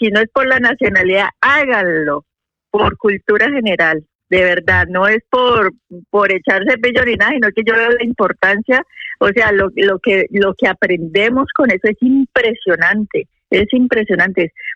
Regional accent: Colombia; los que escuchamos tu programa, que la mayoría somos colombianos

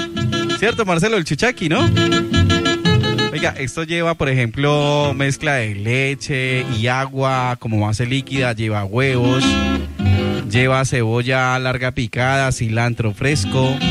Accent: Pereira, Risaralda, Colombia; en un pueblo muy cerca, justamente donde yo soy, de Pereira.

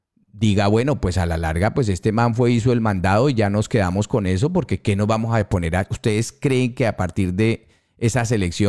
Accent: Colombia; como colombiano me refiero

